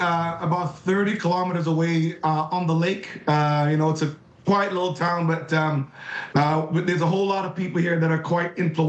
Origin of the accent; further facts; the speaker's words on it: Jamaica; born there; Oh, I think that I was born in Jamaica.